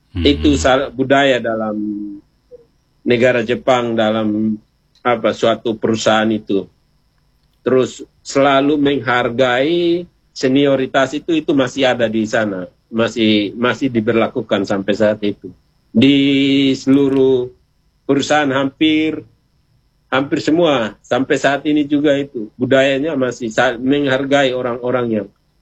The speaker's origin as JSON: {"language": "Indonesian", "region": "East Nusa Tenggara", "country": "Indonesia", "tie": "born or raised there", "also_born_or_lived": "Japan", "moved": "as an adult", "said": "kalau kita lahir besarnya di NTT kan di cuaca yang panas. Tidak pernah sampai minus."}